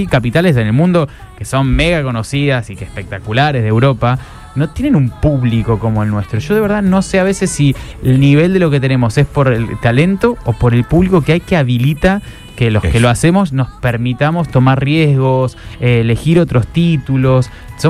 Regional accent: Argentina

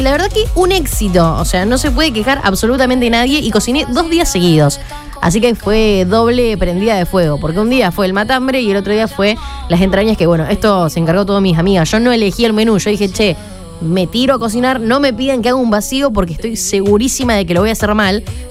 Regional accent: Fighiera, Santa Fe, Argentina; nosotros somos de Figuera

